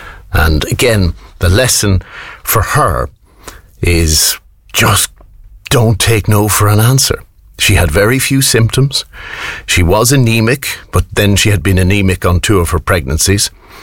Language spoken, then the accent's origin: English; Ireland